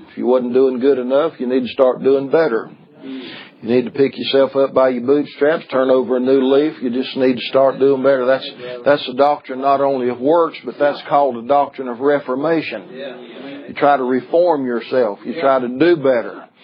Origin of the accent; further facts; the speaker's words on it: Salisbury, North Carolina, United States; in my hometown of Salisbury, North Carolina